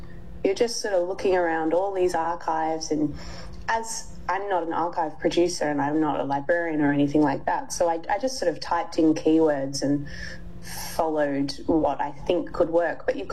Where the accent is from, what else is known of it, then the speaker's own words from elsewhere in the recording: Melbourne, Victoria, Australia; I grew up on Gore Street in Fitzroy, and my dad still lives there.